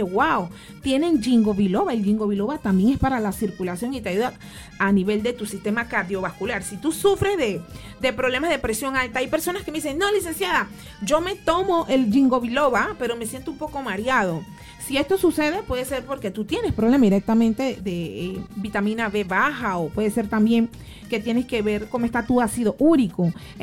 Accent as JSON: {"language": "Spanish", "town": "Panama City", "region": "Panamá", "country": "Panama", "tie": "born or raised there", "said": "yo soy de la capital. Mi padre es colonense, mi mamá es de Colombia, pero en realidad pues me crié aquí en Ciudad Capital."}